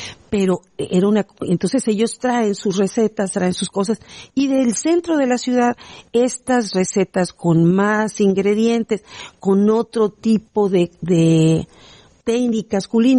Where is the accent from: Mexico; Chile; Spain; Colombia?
Mexico; Campeche; aunque somos una ciudad muy pequeña.